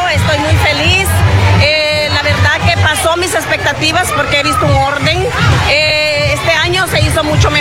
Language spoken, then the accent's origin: Spanish; Olancho, Honduras; now in Florida, United States; Yo soy de Olancho, orgullosamente de Olancho